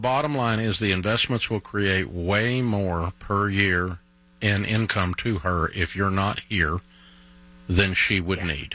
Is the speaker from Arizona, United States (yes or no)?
no; Effingham, Illinois, United States; Hi. I'm actually from Effingham, Illinois.